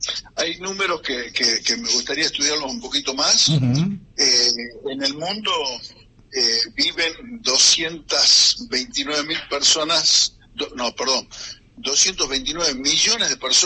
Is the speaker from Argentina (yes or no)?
yes; Tucumán, Argentina; todos los tucumanos nos sentamos que somos cafeteros